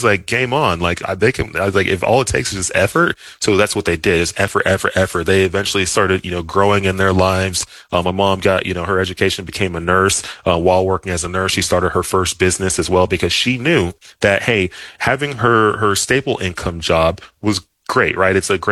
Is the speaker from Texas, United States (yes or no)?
yes; Dallas, Texas, United States; I grew up in Dallas, Texas. Both of my parents immigrated from Nigeria to the U.S. Like in the early 80s.